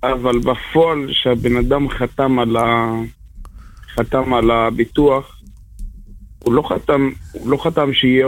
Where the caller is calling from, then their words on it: Netivot, Southern District, Israel; אני מנתיבות, אבל בכל אני לומד בירושלים.